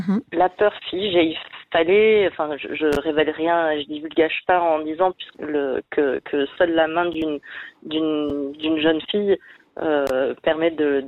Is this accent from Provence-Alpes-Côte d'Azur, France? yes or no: yes; Provence-Alpes-Côte d'Azur, France; J'ai grandi dans les Hautes-Alpes et dans un rapport très très concret, très direct et très libre avec les éléments